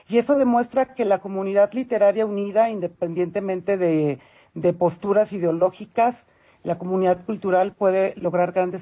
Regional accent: Nayarit, Mexico; Yo pensaría que primariamente para las personas que somos de Nayarit, que vivimos ahí

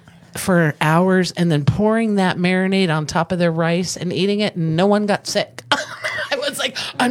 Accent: San Jose, California, United States; I grew up in San Jose.

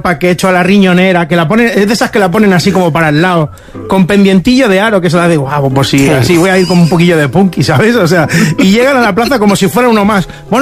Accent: Rubí, Catalonia, Spain; Que claro, nosotros somos de Rubí.

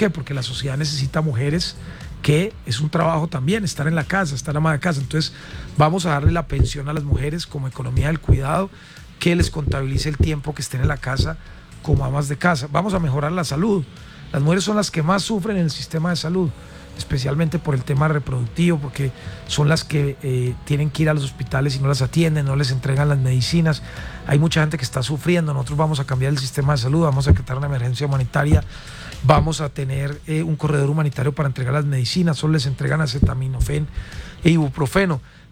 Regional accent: Caldas, Colombia; soy de Caldas y me la he luchado, he querido salir adelante con este esfuerzo de representar a mi departamento

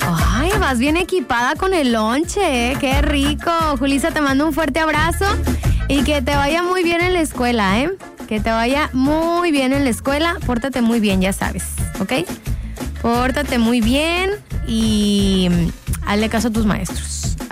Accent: Mexico; Como buenos mexicanos, señores.

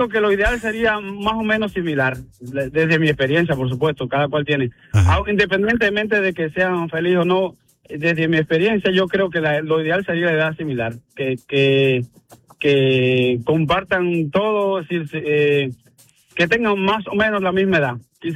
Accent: Cuba; soy cubano, pero llevo varios años trabajando con la raza. Soy un cubano michoacano

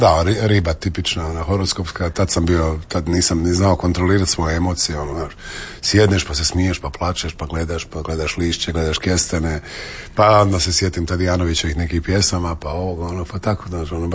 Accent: Zagreb, City of Zagreb, Croatia; I ne volim to kad rade u mom rodnom gradu ljudima koji su došli od nekud

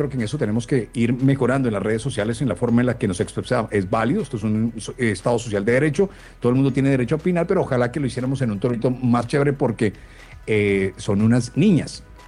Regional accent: Barranquilla, Atlántico, Colombia; me siento orgulloso de ser caribeño, me siento orgulloso de mi Carnaval de Barranquilla

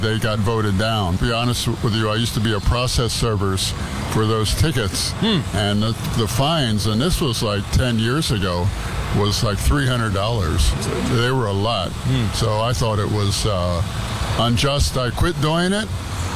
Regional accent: Tucson, Arizona, United States; I'm from Tucson. Come from Tucson.

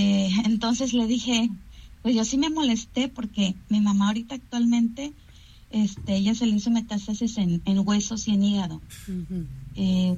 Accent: Tecomán, Colima, Mexico; Nosotros somos de Tecomán

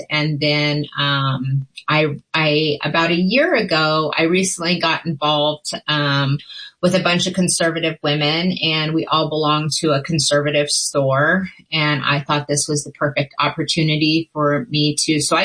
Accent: Kansas, United States; I grew up in Kansas, yeah. Northwest corner of Kansas, and grew up on a farm.

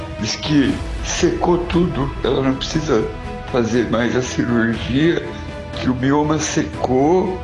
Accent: Jaú, São Paulo, Brazil; a paz do Senhor Jesus. Sou daqui de Jaú, São Paulo.

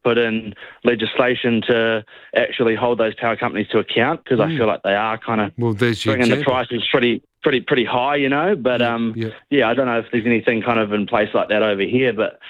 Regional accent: New Zealand; As a New Zealander, you get put on a basically automatic visa

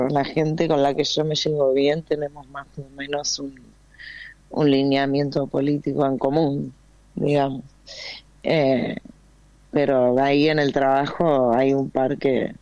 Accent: Argentina; now in Brazil; Yo a todos mis conocidos les dije, yo soy de Argentina, miren, Argentina es el mejor ejemplo de lo que no tiene que pasar.

